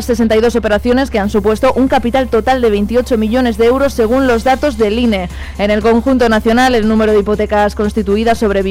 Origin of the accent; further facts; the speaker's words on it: Málaga, Andalusia, Spain; vengo de Málaga, he jugado 3 veces, estoy cogiendo nivel, pero poco a poco.